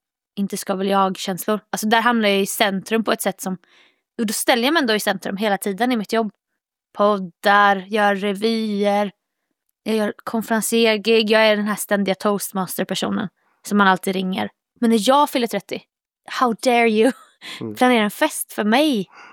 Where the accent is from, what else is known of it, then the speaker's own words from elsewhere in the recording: Jönköping, Jönköping County, Sweden; moved away as an adult; jag körde ett gig i min hemstad. Som då Jönköpingsdottern